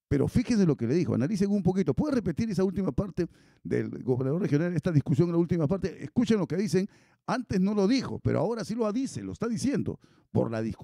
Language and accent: Spanish; Íllimo, Lambayeque, Peru; Yo recuerdo a mi pueblito Íllimo